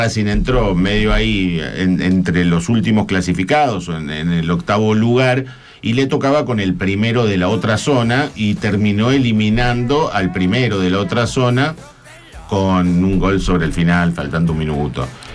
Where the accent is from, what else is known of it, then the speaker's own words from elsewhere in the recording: Villa Gobernador Gálvez, Santa Fe, Argentina; porque tuve la suerte que en mi adolescencia, en Gálvez, Novilla Gobernador Gálvez, tuvimos una competencia de boliches